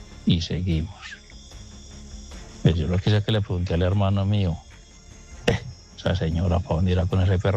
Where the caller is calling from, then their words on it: Remedios, Antioquia, Colombia; Yo soy acá de Remedios, Antioquia. Remedios.